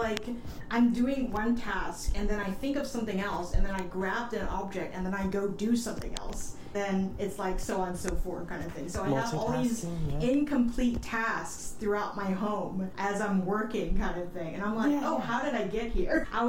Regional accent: Singapore; moved away as an adult; now in Oregon, United States; I grew up in Singapore

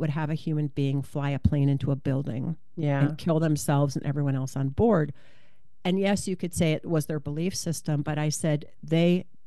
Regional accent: Michigan, United States; also born or lived in Ohio; Well, interestingly enough, so I grew up in Michigan and Ohio. And when I was really young, I wanted to be a rabbi.

